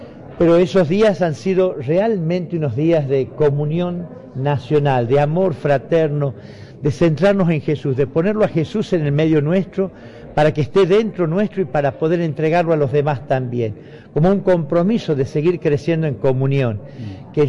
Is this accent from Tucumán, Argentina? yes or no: yes; Tucumán, Argentina; Nos ha servido a nosotros como tucumanos